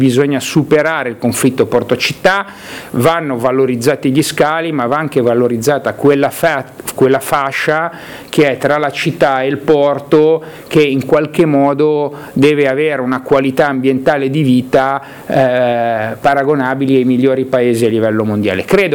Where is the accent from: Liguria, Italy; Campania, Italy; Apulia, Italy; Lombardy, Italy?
Liguria, Italy; abbiamo quattro delle province più belle del paese e noi come Liguri ne siamo assolutamente orgogliosi.